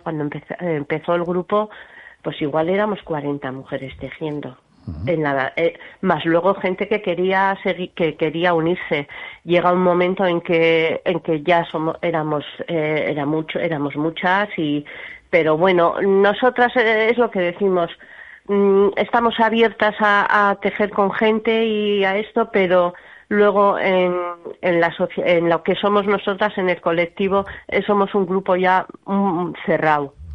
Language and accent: Spanish; Vitoria, Basque Country, Spain; pero si somos los tres, somos de Vitoria y cada uno hacemos